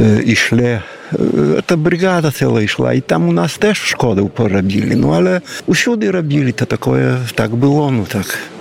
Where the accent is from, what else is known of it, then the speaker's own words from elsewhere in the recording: Kuźnica, Podlaskie Voivodeship, Poland; Ні, я сам з Кузниці Білостоцький. Жона моя з Тополян. І тут дом побудував, внуки приїжджають.